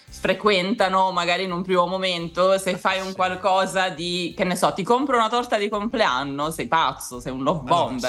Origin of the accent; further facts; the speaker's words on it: Southern Italy, Italy; sono terrona